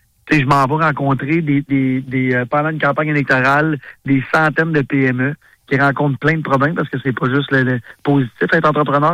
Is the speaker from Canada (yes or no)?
yes; Montreal, Quebec, Canada; now in Laval, Canada; moi, je viens de Montréal. Je viens de la campagne, j'habite à Laval, fait que le grand Montréal, mettons.